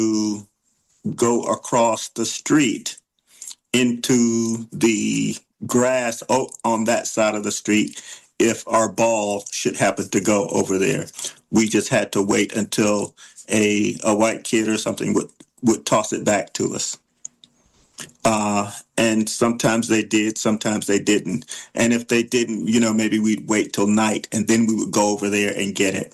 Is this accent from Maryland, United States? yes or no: no; Georgia, United States; But I grew up, I was born in 61.